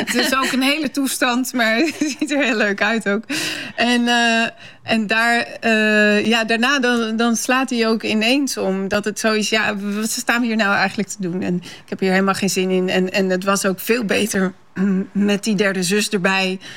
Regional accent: Pingjum, Friesland, Netherlands; born there; moved away; also born or lived in Amsterdam / Den Bosch; Pinjum is mijn geboortedorp.

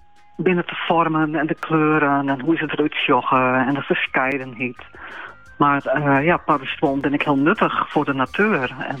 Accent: Friesland, Netherlands; Ik ben opgegroeid in de Friese Waarden

